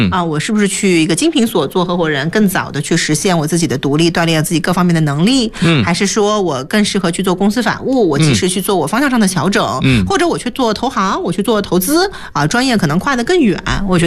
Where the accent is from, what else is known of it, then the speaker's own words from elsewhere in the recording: Ma'anshan, Anhui, China; born there; moved away as an adult; also born or lived in Beijing; 我是出生在安徽省马鞍山市